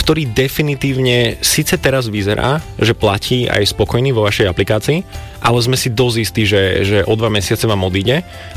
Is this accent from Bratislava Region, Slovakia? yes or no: yes; Viničné, Bratislava Region, Slovakia; also born or lived in Košice; narodil som sa v Košiciach a veľmi veľa som sa sťahoval vo svojom živote. Takže v Košiciach som vydržal iba prvé 4 roky. Potom sme sa ako celá rodina sťahovali do Viničného pri Pezinku.